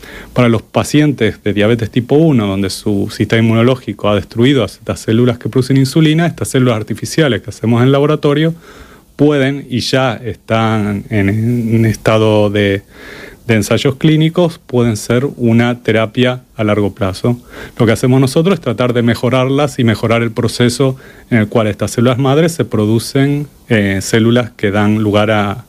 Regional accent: Argentina; moved away as an adult; also born or lived in Madrid, Spain / Australia / Canada; now in Brussels, Belgium; yo soy argentino

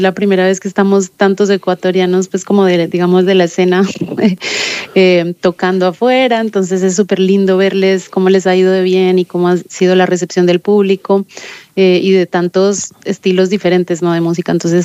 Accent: Colombia; Yo soy colombiana, también hay de Ecuador y Venezuela y así.

